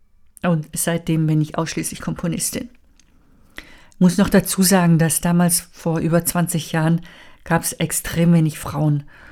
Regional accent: Switzerland; also born or lived in Italy / United States; now in Berlin, Germany; weil ich bin in der Schweiz aufgewachsen. Meine Eltern, meine Vorfahren sind aber Deutsche. Dann habe ich 6 Jahre in Italien gelebt, 3 Jahre USA, sodass ich meine Wurzeln in Deutschland kennenlernen wollte und nach Berlin gegangen bin.

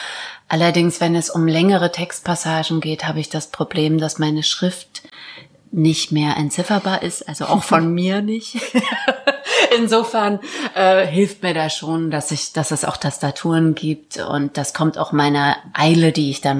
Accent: Barth, Mecklenburg-Vorpommern, Germany; born there; moved away as an adult; also born or lived in Rostock; now in Leipzig, Germany; ich komme ja sogar aus Vorpommern, also dieses flache Land mit dem großen Himmel und natürlich der Ostsee

